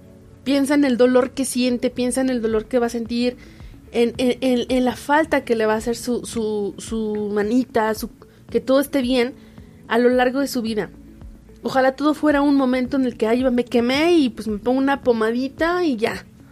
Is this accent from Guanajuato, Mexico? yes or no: yes; Celaya, Guanajuato, Mexico; moved away; yo vengo de Celaya